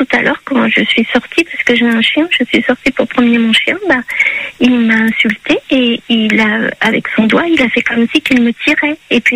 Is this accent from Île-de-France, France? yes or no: yes; Paris, Île-de-France, France; Je suis parisienne, alors quand je suis arrivée là, j'étais heureuse, quoi, voilà.